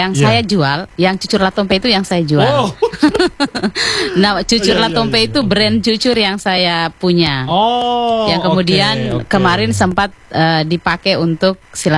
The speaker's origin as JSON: {"language": "Indonesian", "town": "Latompe", "country": "Indonesia", "tie": "born there", "said": "Jadi Latompe itu adalah desa kelahiran saya."}